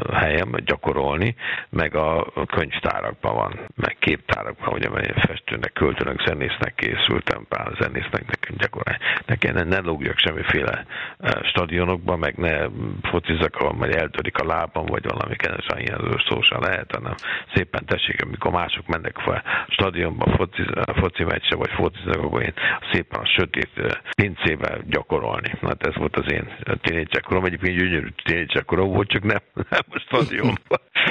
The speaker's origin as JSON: {"language": "Hungarian", "region": "Budapest", "country": "Hungary", "tie": "born or raised there", "moved": "as an adult", "lives_now": "Germany", "said": "a szülővárosomba, a Puskás stadionba"}